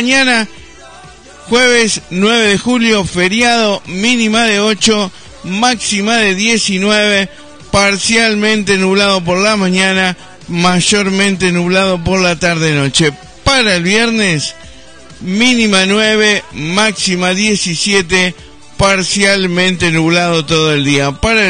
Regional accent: Argentina; quizás uno como argentino no lo nota

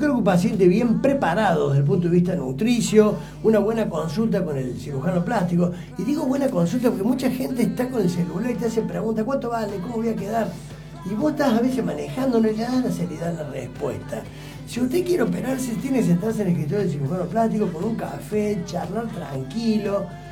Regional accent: Jesús María, Córdoba, Argentina; moved away; teníamos una clínica en Jesús María. Mi pueblo de origen, al cual amo.

